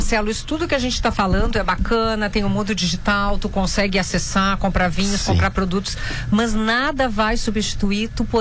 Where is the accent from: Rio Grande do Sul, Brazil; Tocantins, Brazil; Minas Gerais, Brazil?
Rio Grande do Sul, Brazil; Porto Alegre; gaúcha. Eu sou daqui de Porto Alegre.